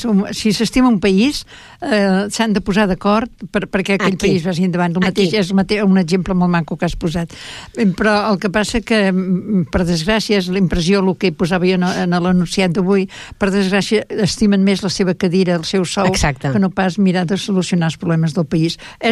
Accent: Catalonia, Spain; encara que no tinguin el sentiment català que puguem tenir nosaltres, que som de famílies de tota la vida amb aquest sentiment

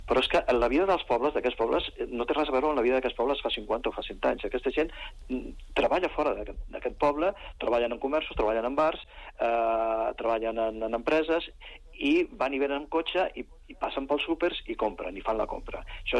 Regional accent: Barberà de la Conca, Catalonia, Spain; jo vinc de Barberà de la Conca, que és un municipi que té 426 habitants. És a dir, conec una mica la situació. I abans era poble pagès, tothom vivia i treballava allí.

